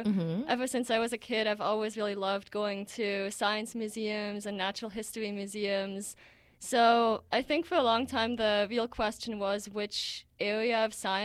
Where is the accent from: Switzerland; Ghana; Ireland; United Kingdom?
Switzerland; now in California, United States; growing up in Switzerland, I never really thought about it because I kind of took it for granted.